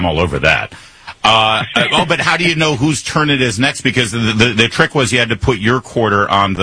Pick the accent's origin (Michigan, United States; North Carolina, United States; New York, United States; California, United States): Michigan, United States; Detroit; so I grew up in Detroit